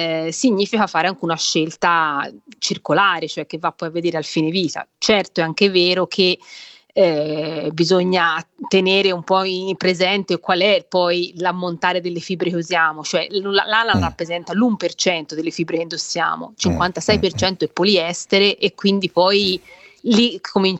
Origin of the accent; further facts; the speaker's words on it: Prato, Tuscany, Italy; Sì, adesso te lo chiedi a me che vengo da Prato, e Prato è la patria, diciamo, del riciclo della lana, no?